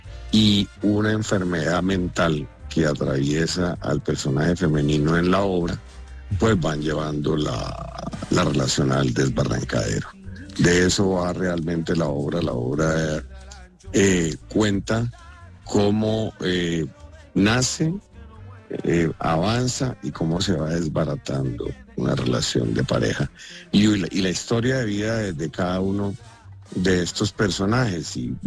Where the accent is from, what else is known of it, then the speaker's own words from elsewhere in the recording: Tocaima, Cundinamarca, Colombia; por mi origen, yo soy de un pueblo, soy de Tocaima, y, pues, hermano, allá en esa vaina, en el pueblo, uno en el colegio, yo fui el mejor bachiller del colegio